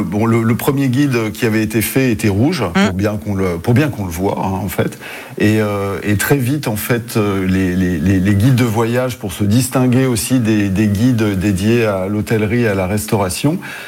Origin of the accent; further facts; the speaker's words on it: Brittany, France; now in Paris, France; Oui, oui, je suis un petit peu breton, mais je suis un breton exilé à la capitale, comme beaucoup d'ailleurs, mais j'ai toujours plaisir à revenir chez moi, dans le Morbihan.